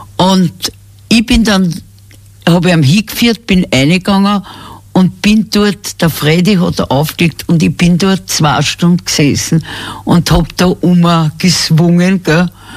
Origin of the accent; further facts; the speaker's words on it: Cologne, North Rhine-Westphalia, Germany; now in Vienna, Austria; Ich war Kölnerin eigentlich.